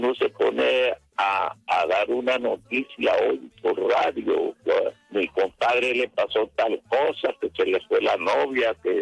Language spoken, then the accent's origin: Spanish; El Paso, Cesar, Colombia; Somos nativos del Paso Cesar, Nací en el año de 1932.